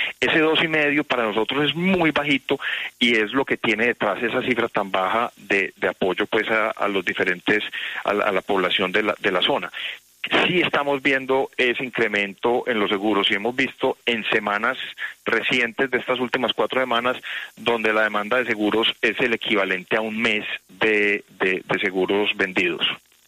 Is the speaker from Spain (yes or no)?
no; Colombia